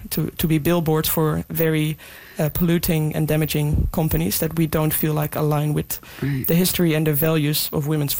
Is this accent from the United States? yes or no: no; Netherlands; moved away; also born or lived in Scotland, United Kingdom; growing up in the Netherlands playing football there, there wasn't too many, I guess, weather events